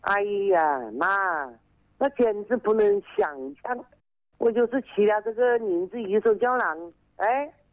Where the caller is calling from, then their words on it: Yidu, Hubei, China; 我是宜昌的，宜昌宜豆。